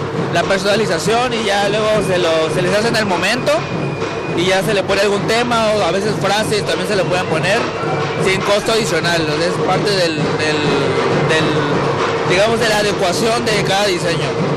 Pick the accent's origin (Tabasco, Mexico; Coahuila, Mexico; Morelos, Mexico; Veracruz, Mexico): Tabasco, Mexico; Macuspana; Soy originario de Macuspana, Tabasco.